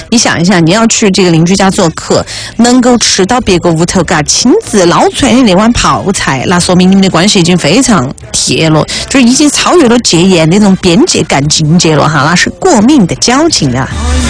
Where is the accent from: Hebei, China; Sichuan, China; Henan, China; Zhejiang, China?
Sichuan, China; 对于我们四川人来讲的话